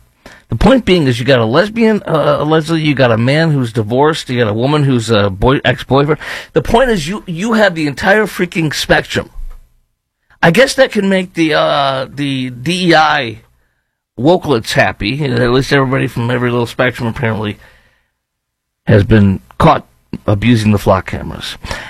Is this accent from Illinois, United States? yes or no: yes; Chicago, Illinois, United States; now in Indiana, United States; See, I'm a Midwest guy, born and raised in Chicago, but you know when I'm here, our fall sucks.